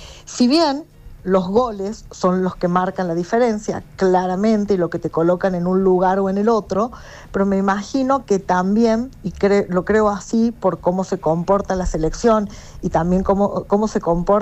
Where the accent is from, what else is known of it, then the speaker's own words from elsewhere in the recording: Argentina; lo más fuerte que tenemos los argentinos es que somos muy buenos saliendo adelante de las crisis